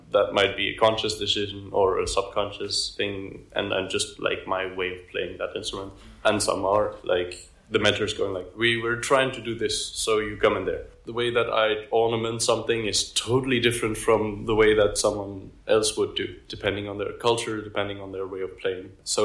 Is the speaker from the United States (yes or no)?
no; Flanders, Belgium; I am from Belgium, from Flanders, from Limburg specifically, so the northeast of Belgium.